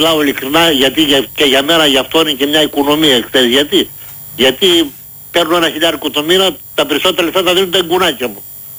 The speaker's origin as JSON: {"language": "Greek", "town": "Ftelia", "region": "East Macedonia and Thrace", "country": "Greece", "said": "Είμαι από τη Φτελιά Δράμας."}